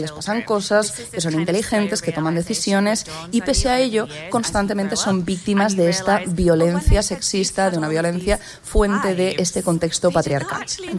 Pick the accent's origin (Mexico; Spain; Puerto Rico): Spain; Valencia, Valencian Community; born there; also born or lived in Burgos; pero yo nací en Valencia y mi pueblo está en el norte de Burgos.